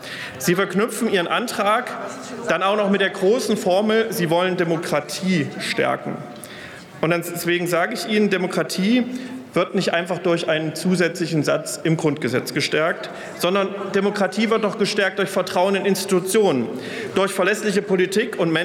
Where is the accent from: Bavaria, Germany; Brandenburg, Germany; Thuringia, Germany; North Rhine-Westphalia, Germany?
Thuringia, Germany; Weimar; born there; Ich wurde in Weimar geboren und wer aus Weimar kommt, der lernt sehr früh, Verfassungen sind keine Wunschzettel.